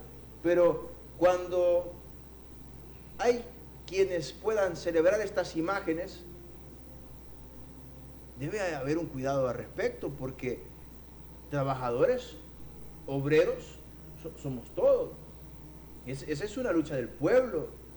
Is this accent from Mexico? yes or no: no; Honduras